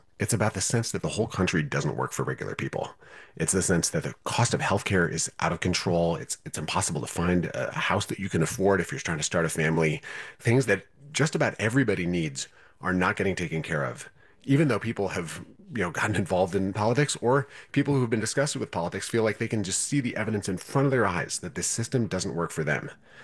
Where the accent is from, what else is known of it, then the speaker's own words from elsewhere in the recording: Wisconsin, United States; including the progressive movement in my home state of Wisconsin, the capital P progressive movement.